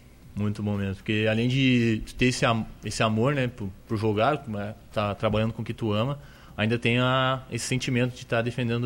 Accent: Estância Velha, Rio Grande do Sul, Brazil; moved away; Eu sou de Estância Velha, Rio Grande do Sul.

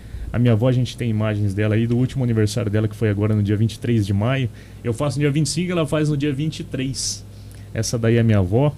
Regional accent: Monte Alto, São Paulo, Brazil; born there; Eu nasci aqui em Monte Alto, eu sou montealtense.

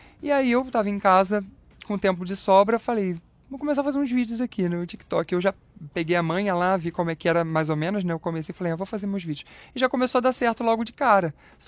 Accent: Araruama, Rio de Janeiro, Brazil; eu sou do interior do Rio de Janeiro, Araruama, cara. A cidade tem 130 mil habitantes.

